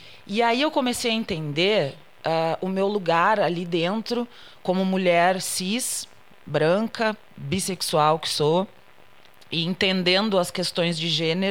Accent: Pelotas, Rio Grande do Sul, Brazil; Eu sou da cidade de Pelotas, nascida e criada na cidade de Pelotas, então eu sou prata da casa, né, como se fala.

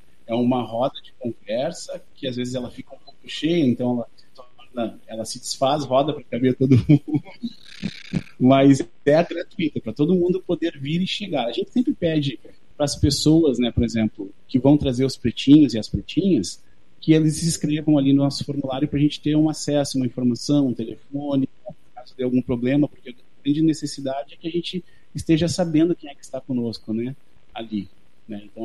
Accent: Rio Grande do Sul, Brazil; nós somos aqui do Sul

